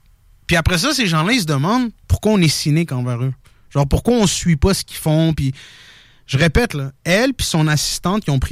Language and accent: French; Morocco; now in Canada; parce qu'il faut que tu passes par mon pays d'origine, qui est le Maroc. Fait qu'il faut que tu prennes Royal Air Maroc, OK?